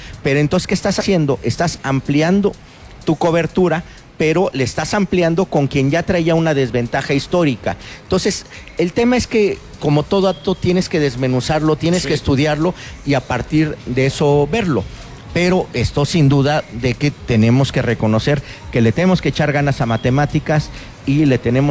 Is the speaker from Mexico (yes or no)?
yes; Mexico